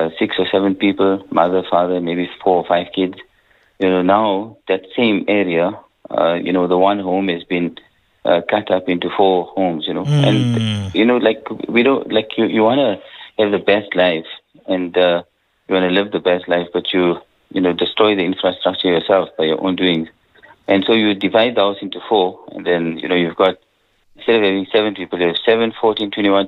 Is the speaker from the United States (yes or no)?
no; South Africa; Especially the South Africans, you know, when they go to foreign places, if they have to call you a Pakistani, they say Pakistani, you say what Pakistani? I'm South African, you know?